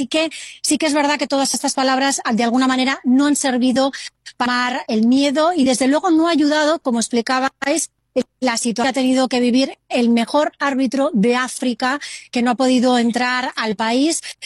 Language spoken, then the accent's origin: Spanish; Spain; Yo voy con España. Pues con mi tierra.